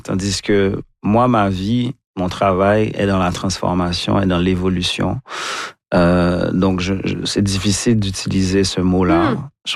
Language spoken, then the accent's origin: French; Haiti; moved away; also born or lived in London; pourquoi est-ce que j'ai été exposé à autant de violence en grandissant en Haïti?